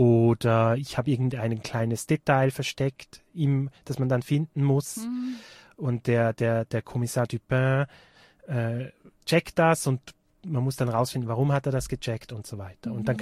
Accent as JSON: {"language": "German", "town": "Altstätten", "region": "St. Gallen", "country": "Switzerland", "tie": "born or raised there", "also_born_or_lived": "Zurich", "moved": "as an adult", "said": "ich bin in Altstetten aufgewachsen, das ist eine kleine Stadt im St. Galler Rheintal, erzkonservativ, also mindestens so konservativ wie Tirol."}